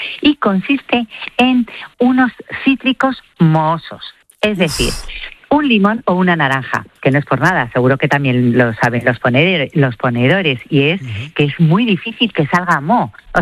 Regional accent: Spain; que para eso somos españoles y vamos a tirar a nuestra tierra.

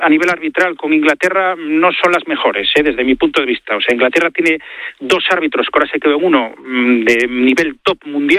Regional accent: Spain

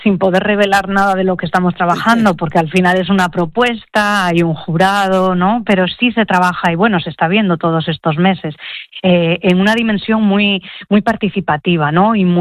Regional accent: Asturias, Spain; Nosotros en Asturias tenemos artistas de un nivel extraordinario

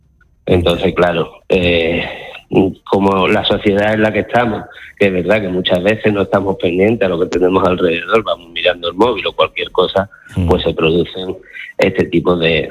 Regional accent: Ceuta, Spain; porque yo soy de aquí, de Ceuta, llevo toda la vida viendo esta frontera de la misma forma

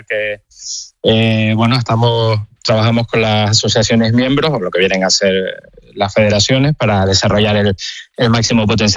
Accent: Canary Islands, Spain; Sí, yo soy de Tenerife.

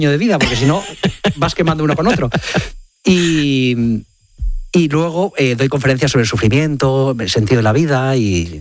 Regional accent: Madrid, Community of Madrid, Spain; yo soy madrileño

